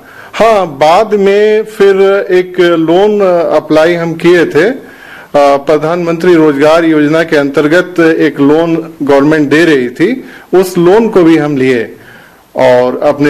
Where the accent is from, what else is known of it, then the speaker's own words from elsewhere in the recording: Hazaribagh, Jharkhand, India; हमारी शिक्षा हजारीबाग से हुई है, हम हजारीबाग के ही रहने वाले हैं